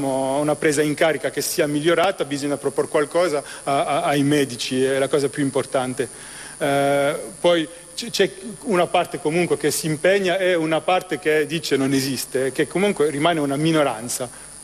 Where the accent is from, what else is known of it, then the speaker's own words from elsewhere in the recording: Belgium; sono italo-belga, quindi mi rappresenta l'onorevole Crisanti, anche se sono nato e cresciuto in Belgio, ho la doppia cittadinanza